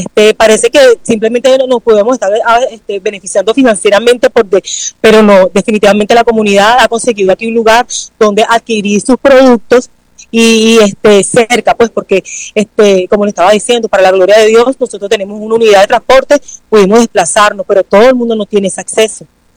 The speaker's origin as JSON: {"language": "Spanish", "country": "Venezuela"}